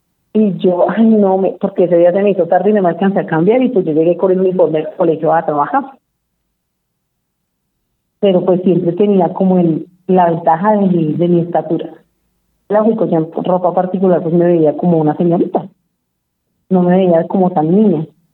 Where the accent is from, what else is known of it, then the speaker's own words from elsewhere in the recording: Bogotá, Colombia; Siempre he vivido en ese barrio, en mi barrio natal.